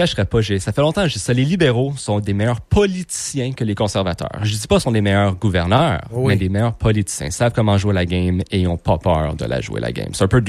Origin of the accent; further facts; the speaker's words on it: Montreal, Quebec, Canada; Je viens de Montréal, je suis okay. De l'ouest de l'île, sauf que mes deux parents sont Québécois pure laine. Je suis pure laine, donc français, c'est ma langue.